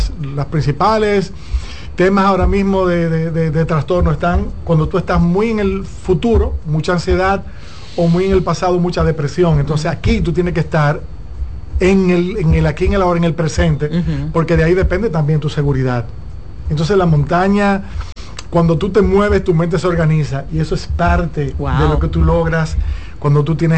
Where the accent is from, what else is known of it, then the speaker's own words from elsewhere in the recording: San José de Ocoa, Dominican Republic; en pandemia me voy a una casa que tengo en el campo, en San José de Ocoa. Yo soy campesino de San José de Ocoa